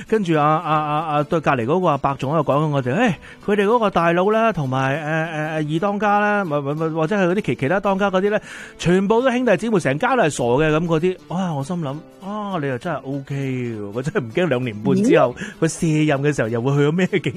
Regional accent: Canada; 我哋加拿大人

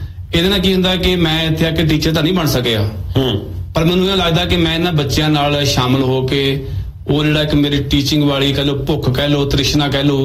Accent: Punjab, India; ਜਿਵੇਂ ਮੈਂ ਤੇ ਤੁਸੀਂ ਅਸੀਂ ਪੰਜਾਬ ਦੇ ਪਿੰਡਾਂ ਵਾਲੇ ਸਕੂਲਾਂ ਚ ਪੜ੍ਹੇ, ਫੱਟੀ ਵਾਲਿਆਂ ਦੇ ਵਿੱਚ

